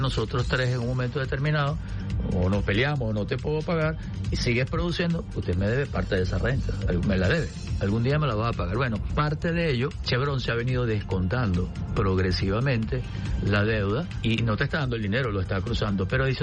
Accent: Venezuela; yo como venezolano lo siento en mi bolsillo

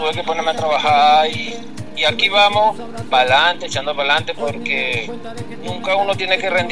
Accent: Barquisimeto, Lara, Venezuela; moved away; Yo soy barquisimetano.

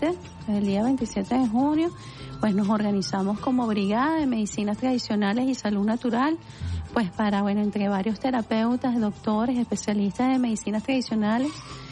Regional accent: Venezuela; nos toca vivir como venezolanas y como venezolanos

